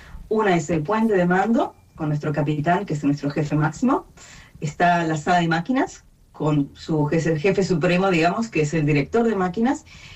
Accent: Patagonia, Argentina; nosotros como argentinos y como patagónicos no tenemos a veces idea de la repercusión de nuestro país fuera de Argentina

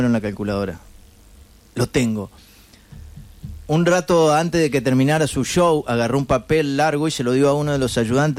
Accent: Argentina; viva Argentina, viva, somos Argentina, somos lo mejor que hay.

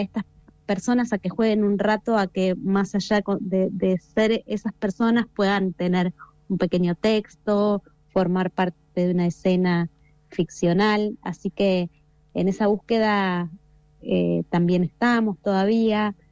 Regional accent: La Plata, Buenos Aires Province, Argentina; also born or lived in Gaiman, Chubut; Yo soy platense

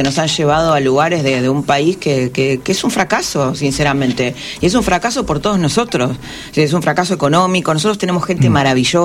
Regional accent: Argentina; no creo en esto de que la selección es somos los argentinos

